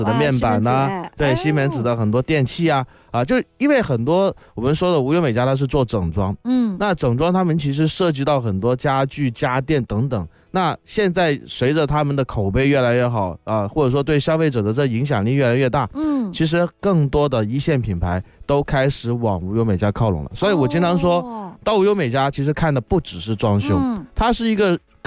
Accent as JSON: {"language": "Chinese", "region": "Guangdong", "country": "China", "said": "就像我们广东话一个掰出来一个"}